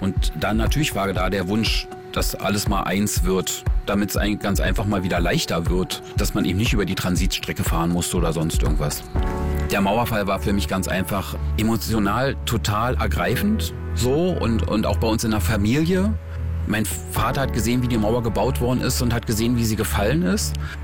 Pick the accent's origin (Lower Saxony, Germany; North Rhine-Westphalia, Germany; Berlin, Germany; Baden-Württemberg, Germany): Berlin, Germany; bin in Berlin-Tegel-Süd aufgewachsen und wohne jetzt mittlerweile in Moabit.